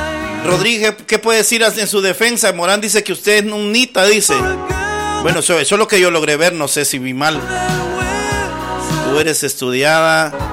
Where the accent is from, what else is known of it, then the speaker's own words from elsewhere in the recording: Ahuachapán, El Salvador; Yo soy de aquí, de el occidente del país, en Huachapán, bro.